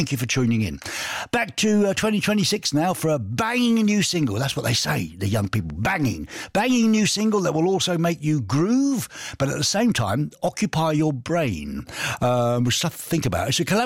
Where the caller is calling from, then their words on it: Güstrow, Mecklenburg-Vorpommern, Germany; Today I'm not from Pankow, but I'm from Gustrow, with a umlaut, Lars.